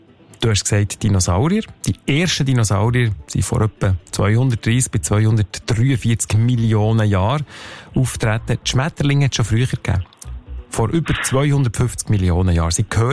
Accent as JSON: {"language": "German", "country": "Switzerland", "said": "Weißt du, wie viele verschiedene Arten Nachtfalter dass es bei uns in der Schweiz gibt?"}